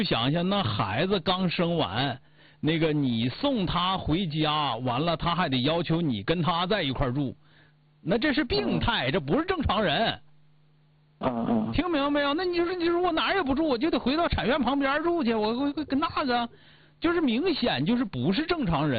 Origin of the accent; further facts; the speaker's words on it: Northeast China, China; 你说如果你爱人也听我节目的话，也是咱们东北人的话啊